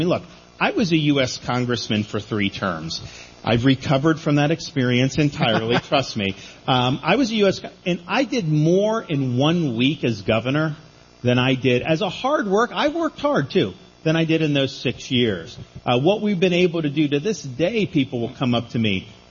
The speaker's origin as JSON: {"language": "English", "region": "Florida", "country": "United States", "tie": "born or raised there", "said": "I grew up in Florida eating Papa John's."}